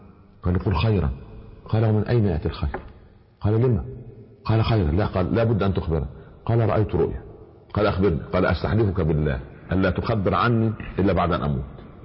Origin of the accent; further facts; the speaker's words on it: Upper Egypt, Egypt; يقول عندنا في الصعيد على القدر برمة